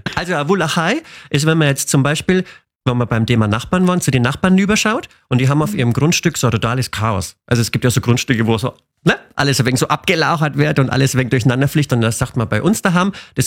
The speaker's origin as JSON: {"language": "German", "region": "Bavaria", "country": "Germany", "also_born_or_lived": "Upper Franconia", "accent": "Franconian (mix of Lower and Upper Franconian)", "moved": "yes", "lives_now": "Bamberg district, Germany", "said": "ich komme aus Unterfranken und bin nach Oberfranken gezogen, deswegen habe ich eine schöne Mischung von beidem."}